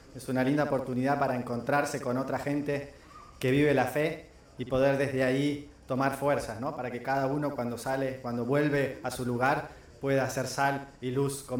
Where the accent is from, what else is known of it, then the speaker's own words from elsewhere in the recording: Argentina; now in Germany; misionero en Alemania. Soy de Argentina